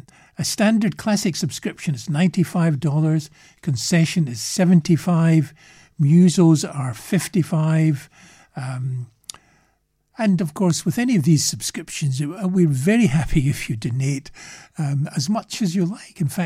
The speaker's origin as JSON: {"language": "English", "region": "Scotland", "country": "United Kingdom", "moved": "yes", "lives_now": "Melbourne, Australia", "said": "as a Scotsman"}